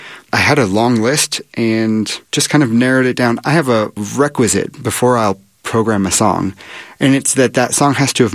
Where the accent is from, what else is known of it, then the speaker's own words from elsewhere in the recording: Oregon, United States; I'm from Oregon. We have a lot of people that tie themselves to trees.